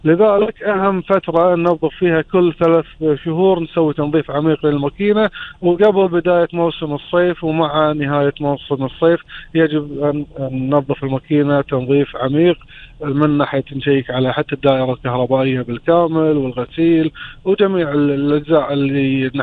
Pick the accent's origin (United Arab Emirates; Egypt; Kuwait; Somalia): Kuwait; عندنا في الكويت